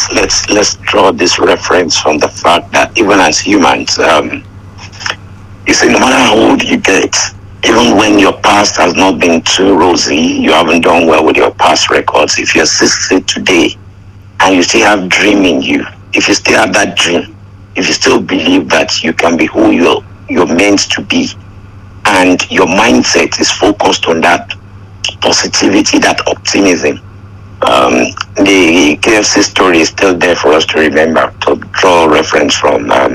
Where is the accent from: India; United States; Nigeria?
Nigeria; for me as a Nigerian, it wasn't a mistake that God created me to be a Nigerian. I'm proud, very proud, so much proud to be a Nigerian.